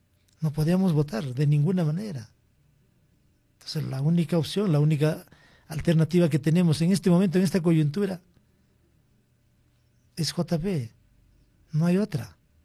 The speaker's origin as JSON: {"language": "Spanish", "country": "Peru"}